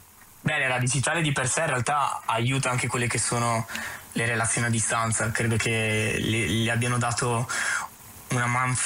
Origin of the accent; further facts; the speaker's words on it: Trento, Trentino-Alto Adige, Italy; also born or lived in Apulia; io sì sono di Trento ma sono nato in Puglia in realtà.